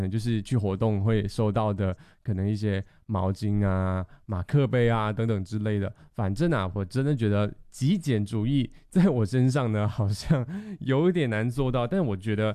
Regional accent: Malaysia; 我觉得这可能对于我们马来西亚人来讲呢

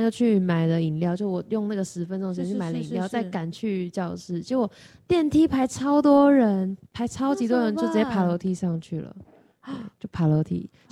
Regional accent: Kaohsiung, Taiwan; now in Taipei, Taiwan; 就是我们高雄人，我说实话，高雄真的吃比较甜

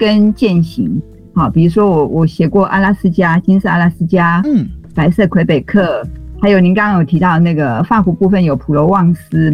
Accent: Taiwan; first language Taiwanese Hokkien; Chinese is a second language; moved away as an adult; now in France; 对我的母语台语还有我先生的母语法语啊，

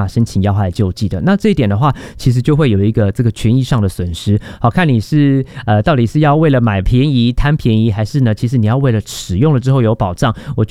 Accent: Taiwan; 台湾我们台湾人很多人都会使用中药。

